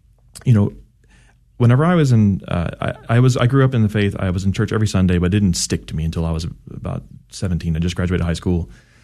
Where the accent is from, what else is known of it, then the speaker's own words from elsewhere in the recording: Cedar Hill, Texas, United States; also born or lived in Dallas; I grew up in Cedar Hill, Texas, just south of here. I loved coming in today. I got to see I was born in Dallas. I could see literally the place I was born outside the window.